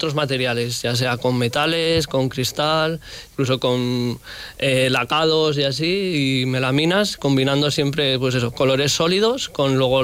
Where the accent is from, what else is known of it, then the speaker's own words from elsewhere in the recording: Tricio, La Rioja, Spain; Somos de Tricio, además de todas las generaciones, vivimos allá en Tricio y eso